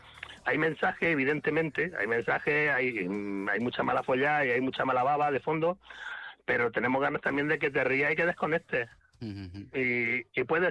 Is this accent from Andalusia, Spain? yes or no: yes; Granada, Andalusia, Spain; now in Almería, Spain; yo es que vivo en Almería, uh-huh, pero yo soy de Granada también.